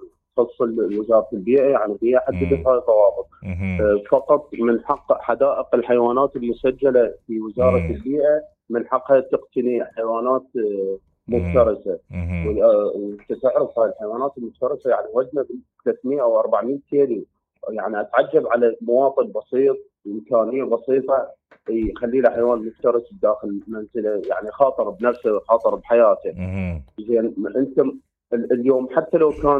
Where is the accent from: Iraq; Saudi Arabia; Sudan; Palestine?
Iraq; عندنا بالعراق